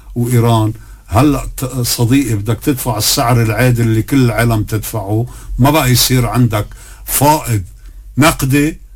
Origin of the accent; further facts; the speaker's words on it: Lebanon; نحن كل لبناني مؤمن بلبنان، بده يتخلى عن ولائه لدولة أخرى.